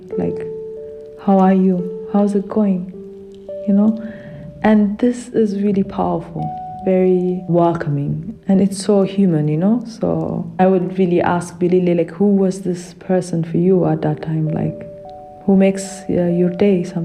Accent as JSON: {"language": "English", "country": "Ethiopia", "moved": "yes", "said": "I come from Ethiopia."}